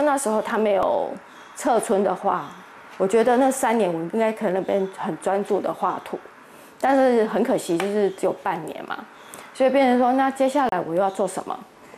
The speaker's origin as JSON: {"language": "Chinese", "region": "Kaohsiung", "country": "Taiwan", "moved": "as an adult", "lives_now": "Pingtung, Taiwan", "said": "我是高雄人"}